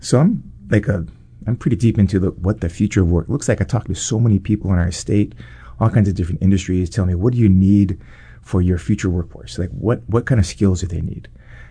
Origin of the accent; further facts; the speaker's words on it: Kailua, Hawaii, United States; now in Molokai, United States; You know, I grew up on Oahu, in Kailua. And, you know, we moved over to Molokai recently.